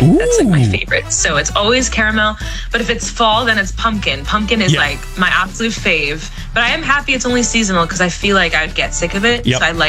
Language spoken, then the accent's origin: English; Boston, Massachusetts, United States; accent: Boston; I am from Boston.